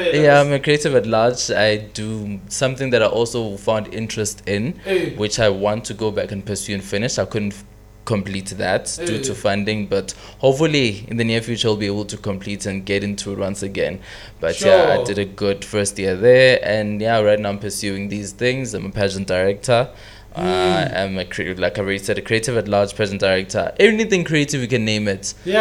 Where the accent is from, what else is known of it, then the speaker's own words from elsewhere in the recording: South Africa; moved away as an adult; now in Johannesburg, South Africa; so I was born in, well, this hospital is Botch, but I grew up right here in Kutong. So I've always been born and bred